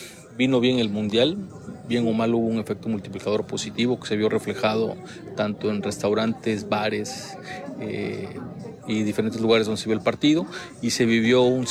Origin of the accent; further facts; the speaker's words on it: Mexico; que pues como buenos mexicanos celebramos todo entre un 20 de noviembre y un 15 de septiembre.